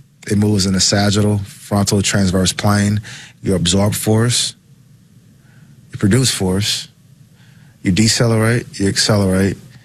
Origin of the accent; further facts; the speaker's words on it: the South, United States; moved away as an adult; now in Nebraska, United States; I'm from the South, too. Like, you got to think, like, I've grown up in the South my entire life.